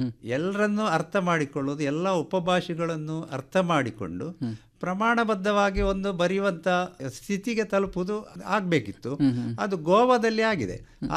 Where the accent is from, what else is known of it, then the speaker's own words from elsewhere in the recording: Kodiyala, Karnataka, India; moved away; also born or lived in Goa; ನಮ್ಮ ಊರು ಸುಳ್ಯ ತಾಲೂಕಿನ ಕೊಡಿಯಾಲ ಗ್ರಾಮ ಅಂತ. ನಮ್ಮ ಮನೆ ರಿಸರ್ವ್ ಫಾರೆಸ್ಟಿನ ತಳದಲ್ಲೇ ಇರೋದು.